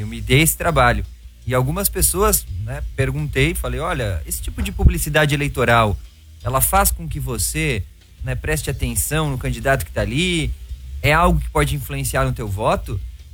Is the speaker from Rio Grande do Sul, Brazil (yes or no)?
yes; Rio Grande do Sul, Brazil; nós viemos do Rio Grande do Sul.